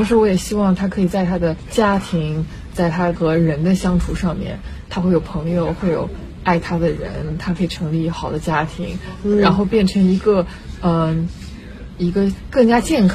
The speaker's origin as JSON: {"language": "Chinese", "country": "China", "said": "但是我们中国人的那个文化里面，我们比较欣赏大团圆的结局"}